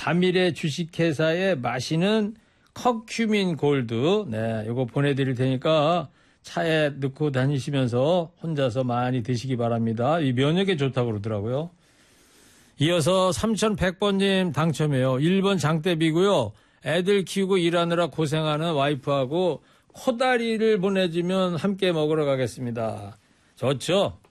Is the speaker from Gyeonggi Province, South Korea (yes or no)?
yes; Anseong, Gyeonggi Province, South Korea; 제 고향이 이제 안성이라는 걸